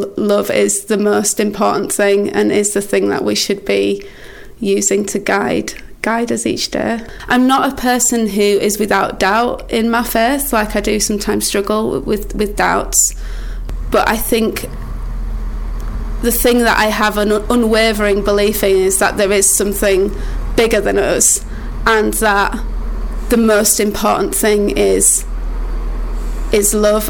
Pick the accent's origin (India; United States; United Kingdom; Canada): United Kingdom; Morley, Yorkshire and the Humber; also born or lived in Wakefield; I was born in Wakefield, so in East Ardsley, if you, yeah, know Wakefield well. And then I grew up sort of like... Tingley Morley area.